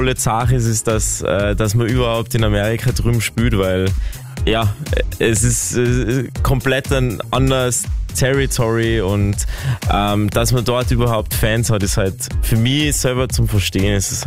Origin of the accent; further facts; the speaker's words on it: Tyrol, Austria; accent: Tyrolean; Wiener Schmäh ist nur in Wien, ich rede Tirolerisch. Ich kann Tirolerisch.